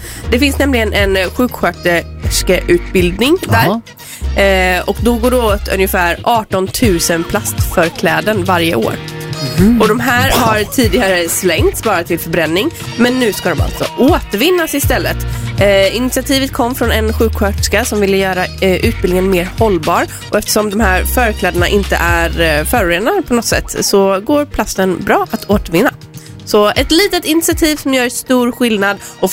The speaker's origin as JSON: {"language": "Swedish", "town": "Halmstad", "region": "Halland County", "country": "Sweden", "tie": "born there", "said": "min hemort Halmstad"}